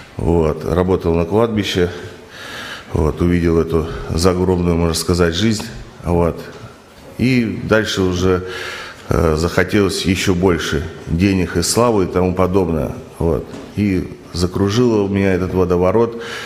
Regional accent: Bryansk, Bryansk Oblast, Russia; я родом из Брянска, это Россия. Вот, коротко о себе засвидетельствую. Я из православной семьи, рос, ну, можно сказать, на улице.

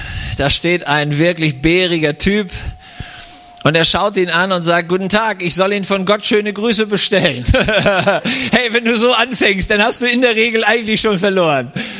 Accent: Weikersheim, Baden-Württemberg, Germany; Ich komme aus Weikersheim. Das ist, wenn man Richtung Würzburg denkt, Taubertal runterfährt

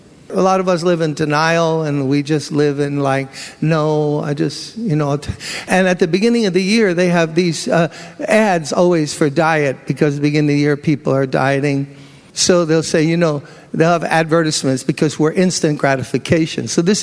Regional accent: New York City, New York, United States; I'm from Brooklyn. I'm proud of my borough in a way

